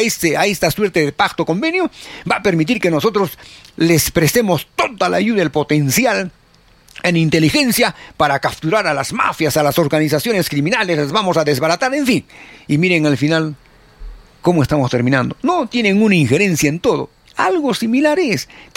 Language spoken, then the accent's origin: Spanish; Peru